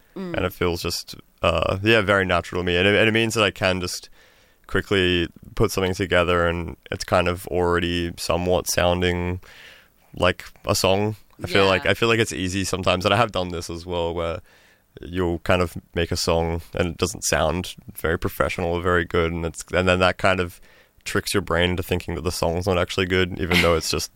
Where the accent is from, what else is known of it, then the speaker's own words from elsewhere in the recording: Gold Coast, Queensland, Australia; moved away as an adult; now in Brisbane, Australia; I'm from the Gold Coast